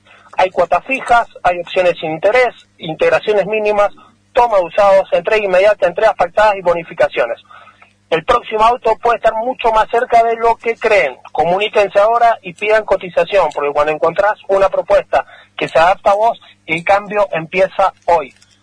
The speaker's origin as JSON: {"language": "Spanish", "town": "Malargüe", "region": "Mendoza", "country": "Argentina", "said": "soy de acá de Malargüe, soy vecino"}